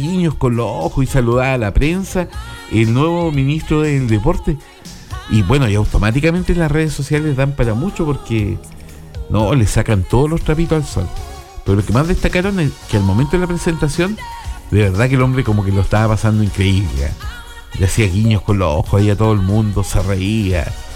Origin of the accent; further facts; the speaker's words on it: Tomé, Biobío, Chile; yo vengo de la comuna de Tomé